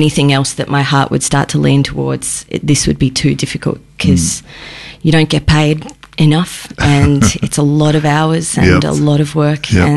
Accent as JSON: {"language": "English", "town": "Hobart", "region": "Tasmania", "country": "Australia", "said": "and I'm from Hobart. There wasn't really... it was very much... The theatre in general was very much seen as a hobby when I was growing up and not a career path to pursue."}